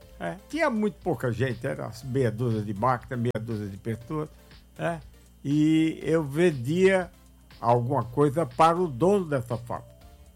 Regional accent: Juazeiro do Norte, Ceará, Brazil; Realmente eu sou de Juazeiro, e o Padre Cícero foi um santo homem

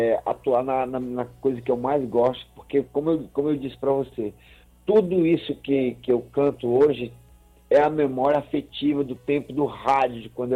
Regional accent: Manaus, Amazonas, Brazil; moved away as an adult; also born or lived in Boa Vista / Rio Branco; now in Fortaleza, Brazil; a cidade que eu nasci e vivi, né, que é Manaus, nós temos muita influência do Ceará

